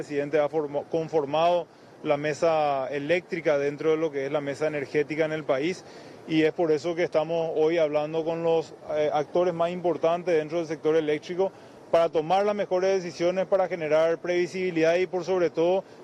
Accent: Paraguay

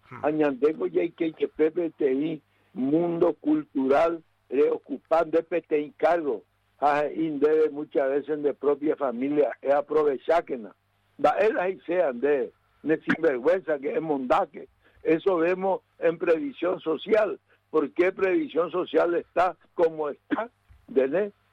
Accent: Paraguay; Como verdadero paraguayo que ama a su familia, que ama a su comunidad, que ama a su pueblo

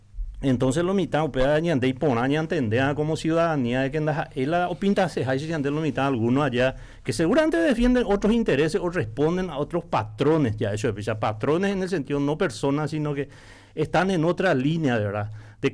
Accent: Paraguay; como ciudadanos paraguayos también que pagamos nuestros impuestos

